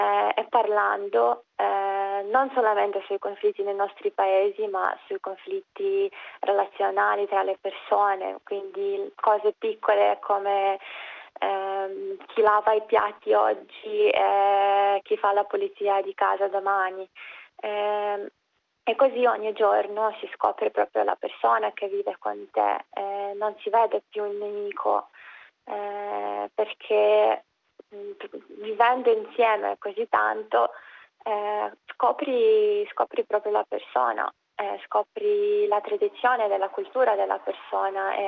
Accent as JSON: {"language": "Italian", "country": "Ukraine", "second_language": "Italian", "moved": "as an adult", "lives_now": "Arezzo, Italy", "said": "sono ucraina, ho arrivato a Rondine, un posto meraviglioso, nell'anno 2022 come una studentessa ucraina"}